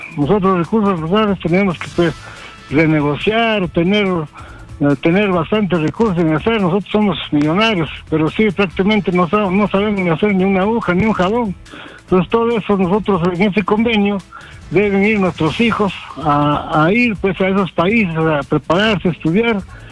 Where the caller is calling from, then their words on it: Lima, Peru; de Cercado Lima.